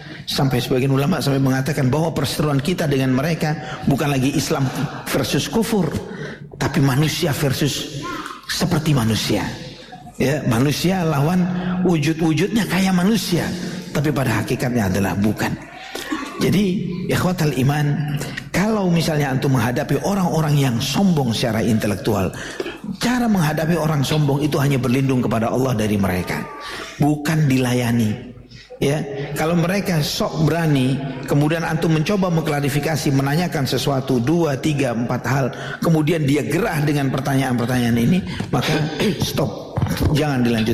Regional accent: Surabaya, East Java, Indonesia; born there

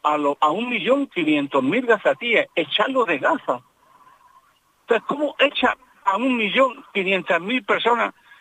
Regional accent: Jaén, Andalusia, Spain; also born or lived in Seville; now in Madrid, Spain; En un patio de Jaén, que es donde yo me crié.

